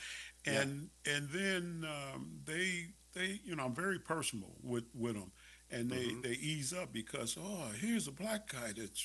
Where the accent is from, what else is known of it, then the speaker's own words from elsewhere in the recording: Cincinnati, Ohio, United States; And so, I grew up in Ohio, and so in the inner city there of Cincinnati. Okay. So that's where I'm from.